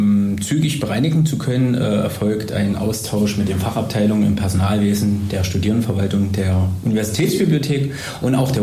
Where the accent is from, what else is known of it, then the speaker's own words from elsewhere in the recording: Weimar, Thuringia, Germany; Ich bin aus Weimar, das heißt, ich habe kurze Arbeitswege, kurze Fahrtwege.